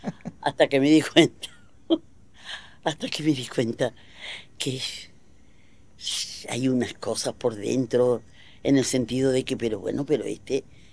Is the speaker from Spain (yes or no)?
yes; Seville, Andalusia, Spain; desde que mi madre y mis padres se trasladaron desde Triana, donde yo nací, en el barrio de Voluntad, a la Puerta del Arenal. Yo, mi infancia, ya de jugar en la calle y eso, fue en la Puerta del Arenal